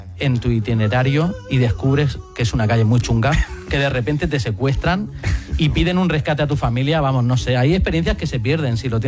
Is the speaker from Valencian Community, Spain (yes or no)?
yes; Orihuela, Valencian Community, Spain; No vayáis a París. Venidos a mi pueblo, Orihuela.